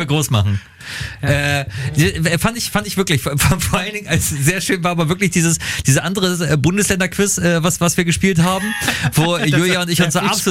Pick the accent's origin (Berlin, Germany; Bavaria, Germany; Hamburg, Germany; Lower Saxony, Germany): Lower Saxony, Germany